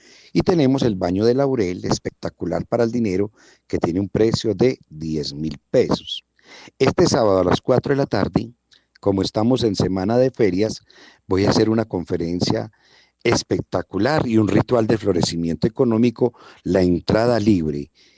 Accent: Antioquia, Colombia; Vamos a sacar todas esas montañeradas que tenemos como paisas

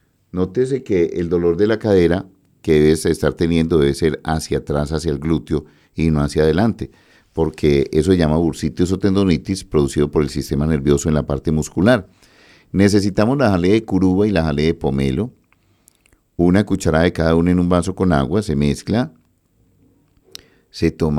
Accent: Colombia; born there; Ah, pues usted vive en San Martín, pero ¿le da pereza subir ahí por donde yo nací?

